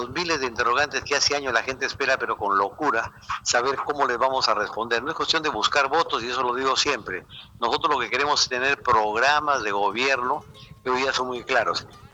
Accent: Lambayeque, Peru; somos representantes de los chiclayanos, de todos los chiclayanos

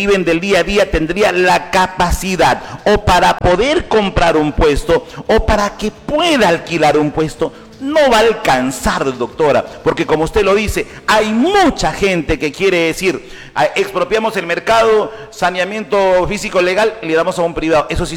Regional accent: Huancabamba, Piura, Peru; moved away; Yo acabo de estar en mi tierra, en Huancabamba

